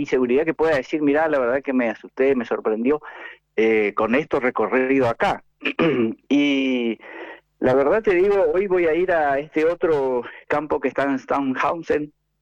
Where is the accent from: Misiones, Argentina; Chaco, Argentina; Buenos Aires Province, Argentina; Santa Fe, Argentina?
Misiones, Argentina; Posadas; now in Buenos Aires, Argentina; Yo me vine de Posadas como que estuviera ahí, a hacer la especialidad en el Hospital Tornú